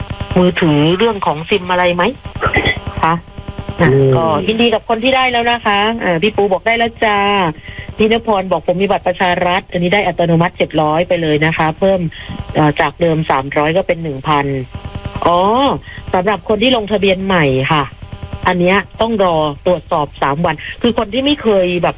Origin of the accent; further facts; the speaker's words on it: Southern Thailand, Thailand; ในฐานะเป็นคนใต้โตมาก็เห็นมังคุดคัดแล้ว